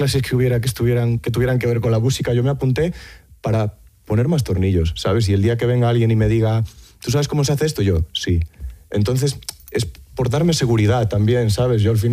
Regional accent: Galicia, Spain; now in Madrid, Spain; en Galicia, en mi tierra

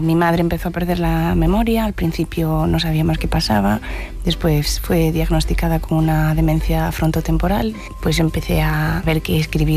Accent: Ourense, Galicia, Spain; porque soy de Ourense y nací en esa generación en la que o jugabas al fútbol o tocabas la gaita.

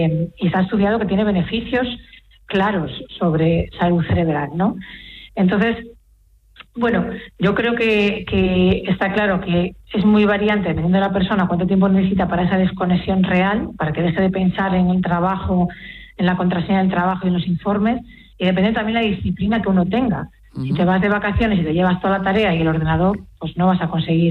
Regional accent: Galicia, Spain; Los gallegos acuden, como gallega que soy

